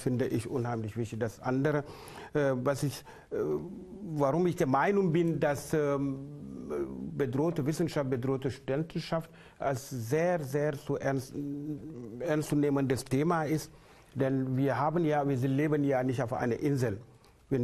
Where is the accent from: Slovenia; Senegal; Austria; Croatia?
Senegal; now in Germany; Und ein Land wie Senegal, afrikanisches Land, demokratisch, wo ich herkomme, ursprünglich bei 0,6.